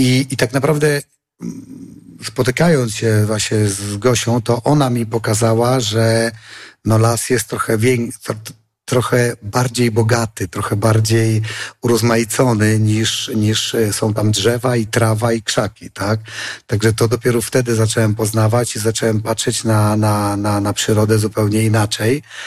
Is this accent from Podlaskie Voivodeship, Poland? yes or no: yes; Podlaskie Voivodeship, Poland; Ja się wychowałem troszkę nad Rozpudą, bo mój tato pochodzi z Raczek. Także ja znałem to miejsce